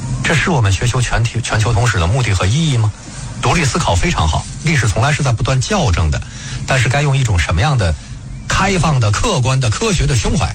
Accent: China

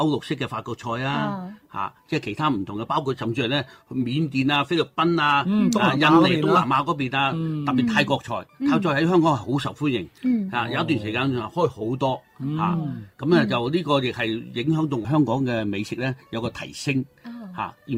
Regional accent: Guangzhou, Guangdong, China; 我哋廣州人咧，佢唔係好注重嗰個

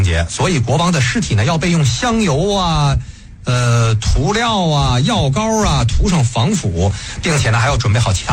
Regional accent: China; 我们中国人修了多少桥啊

